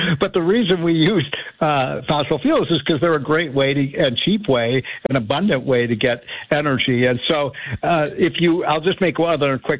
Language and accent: English; Illinois, United States; my home state of Illinois